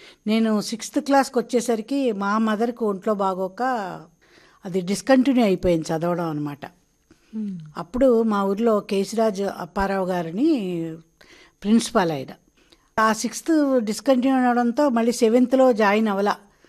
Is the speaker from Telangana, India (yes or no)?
no; Kovvur, Andhra Pradesh, India; నేనమ్మా మాది వెస్ట్ గోదావరి కొవ్వూరు, పశ్చిమ గోదావరి జిల్లా. అక్కడ జన్మించడం జరిగింది. నా బాల్యం అంతా కూడా కొవ్వూరులోనే జరిగింది.